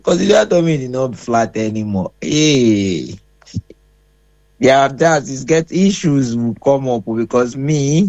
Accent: Lagos, Nigeria; Growing up in Lagos, sometimes it's not good. It's not easy.

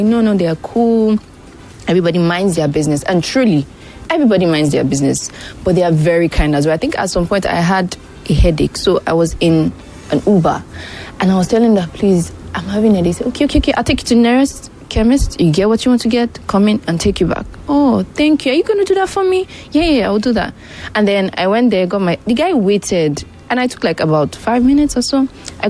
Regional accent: Nigeria; Are you a Nigerian? Yes, I am.

